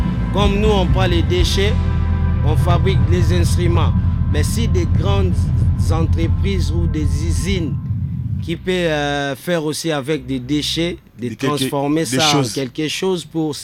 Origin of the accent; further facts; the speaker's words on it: Kinshasa, DR Congo; chez nous à Kinshasa ou au Congo, en Afrique, il y a beaucoup de maladies qui viennent à travers des déchets.